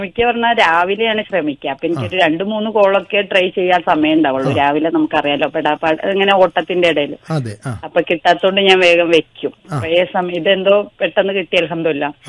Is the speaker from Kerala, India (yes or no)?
yes; Manjeri, Kerala, India; ഞാൻ മഞ്ചേരി തുറക്കൽ തന്നെയാണ്.